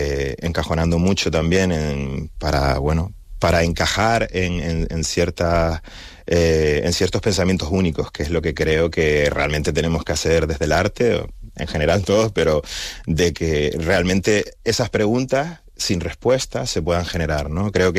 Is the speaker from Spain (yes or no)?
yes; Canary Islands, Spain; dónde estoy yo en Canarias, dónde está Canarias para mí, quién soy yo como Canaria y cómo ese primer paisaje que vi cuando era niño me marcó de por vida